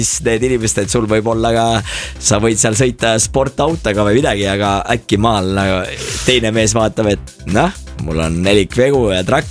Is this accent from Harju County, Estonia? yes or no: no; Võru, Võru County, Estonia; Mina olen Võrus pärit, seal öeldakse maka, ehk siis maga, magan Võru keeles.